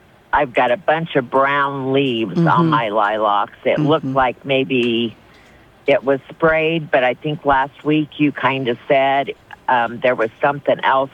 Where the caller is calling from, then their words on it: Plymouth, Nebraska, United States; from Plymouth.